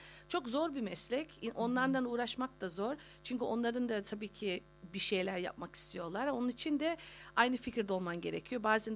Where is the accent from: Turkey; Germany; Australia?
Australia; Sydney, New South Wales; also born or lived in Amsterdam, Netherlands; Hadi gene biz burada doğup büyüdük, buranın kültürü bayağı var içerimizde.